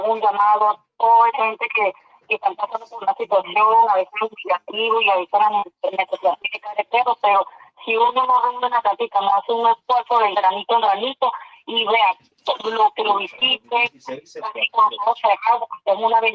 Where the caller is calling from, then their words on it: Garagoa, Boyacá, Colombia; yo los digo primeramente, los hablo desde acá de Garagua, Boyacá.